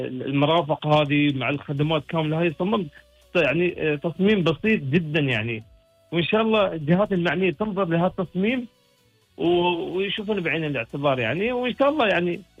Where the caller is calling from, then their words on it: Abu Dhabi, United Arab Emirates; أنا من سكان مدينة الرياض.